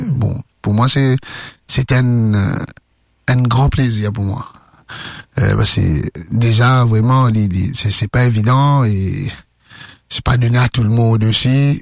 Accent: Mauritius; m'oublier que, bon, je suis mauricien, moi.

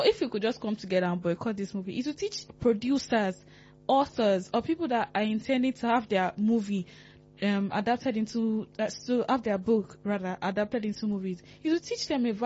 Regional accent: Nigeria

